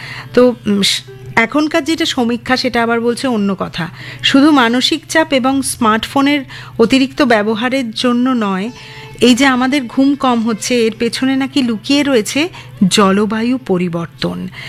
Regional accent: Kolkata, West Bengal, India; আমরা কলকাতার লোকেরা

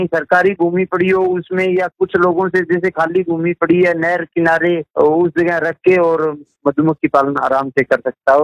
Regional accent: Lalgarh Jatan, Rajasthan, India; मैं लालगढ़ जाटान जिला श्री गंगानगर का निवासी हूं

